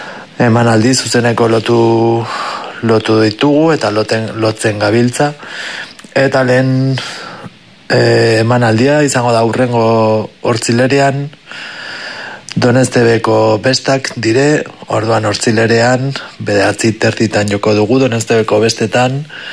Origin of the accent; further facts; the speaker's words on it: Amaiur, Navarre, Spain; Erran bezala ni Amaiurkoa naiz.